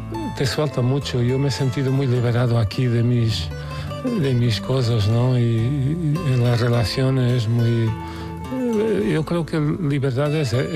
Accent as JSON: {"language": "Spanish", "town": "Ferreira do Alentejo", "region": "Alentejo", "country": "Portugal", "tie": "born or raised there", "also_born_or_lived": "near Lisbon", "second_language": "Spanish", "moved": "yes", "said": "el pueblo donde he vivido, o la origen de mi familia paterna, se llama Ferreira do Alentejo."}